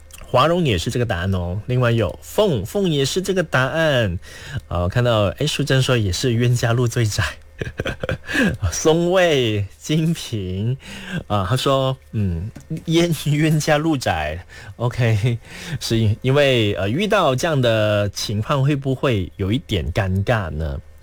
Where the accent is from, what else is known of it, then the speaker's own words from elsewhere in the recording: Malaysia; 也会对我们马来西亚人留下一个很不好的印象